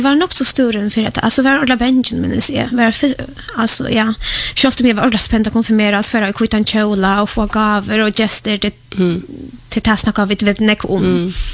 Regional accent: Poland; now in Sweden; Jag är född och uppvuxen i Polen.

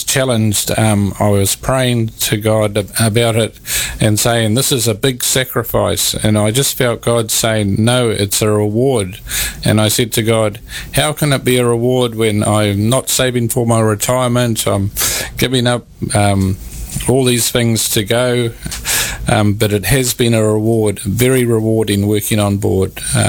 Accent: New Zealand; moved away; I come from New Zealand. Yeah, it's a long way away from Faroe Islands, but there's an island as well, a couple of islands in New Zealand.

